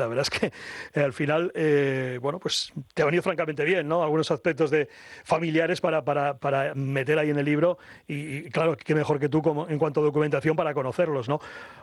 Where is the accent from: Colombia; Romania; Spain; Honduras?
Spain; Irún, Basque Country; yo soy de Irún, en Irún estaba la fábrica en su momento de Chocolates el Gorriaga, y mi padre ha trabajado allí.